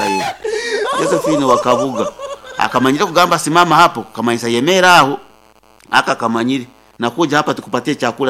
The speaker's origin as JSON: {"language": "Swahili", "town": "Kagadi", "region": "Western Region", "country": "Uganda", "said": "Natoka huku cha Nyaruhunga Kenga Kagadi Sabu County."}